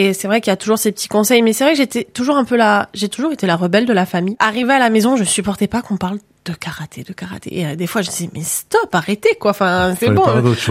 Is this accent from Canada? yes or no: no; Corsica, France; Quand on est corse, on doit, pour faire des compétitions, partir, prendre l'avion